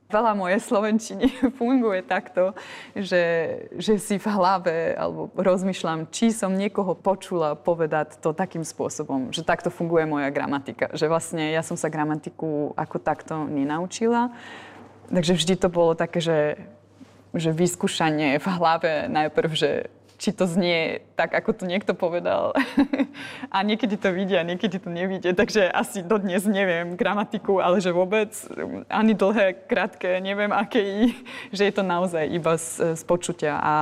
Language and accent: Slovak; Austria; Slovak is a second language; moved away as an adult; now in Slovakia; čo sme tu štyria z Rakúska, sme sa asi pomerne dobre naučili po slovensky